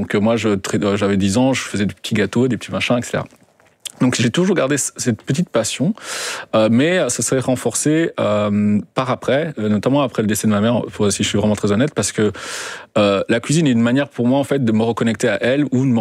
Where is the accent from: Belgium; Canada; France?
Belgium; first language Kinyarwanda; French is a second language; also born or lived in Rwanda; moi j'ai grandi en Belgique avec des os sans tête et des frites et des fricadelles.